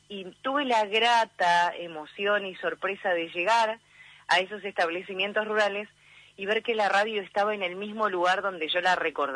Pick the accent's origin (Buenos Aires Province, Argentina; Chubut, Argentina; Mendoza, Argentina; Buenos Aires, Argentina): Chubut, Argentina; Trelew; born there; Trelew, Chubut, nací yo. Mi papá estaba alrededor de 200 kilómetros, ruta 3 al sur.